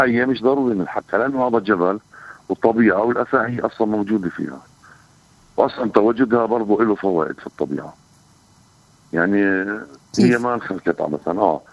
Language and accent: Arabic; West Bank, Palestine; عنا احنا هان نحكي في الضفة الغربية